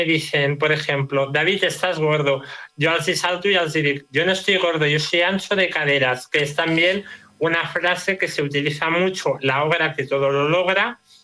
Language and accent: Catalan; Barberà del Vallès, Catalonia, Spain; jo soc de Barberà